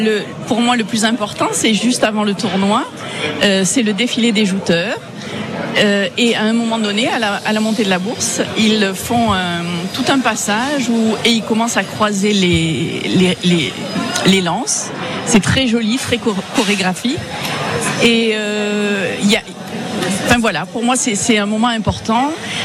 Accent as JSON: {"language": "French", "town": "Sète", "region": "Occitanie", "country": "France", "tie": "born or raised there", "said": "Oui, je suis native de Sète."}